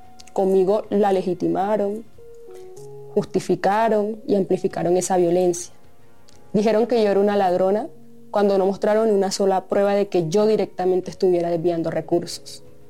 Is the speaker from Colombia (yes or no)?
yes; Codazzi, Cesar, Colombia; Yo soy una pelada de 24 años. Nací en Codazzi, en el Cesar, y hasta fui reina del carnaval de mi pueblo, pa' que vean.